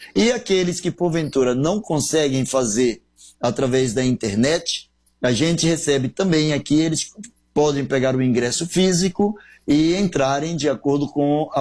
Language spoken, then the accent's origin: Portuguese; Aracaju, Sergipe, Brazil; born there; now in Rio de Janeiro, Brazil; eu sou carioca no sentido de fui tão bem recebido por esse povo que eu me considero daqui. De nascença eu sou sergipano, eu sou de Aracaju, mas já moro aqui no Rio de Janeiro há 30, 35 anos.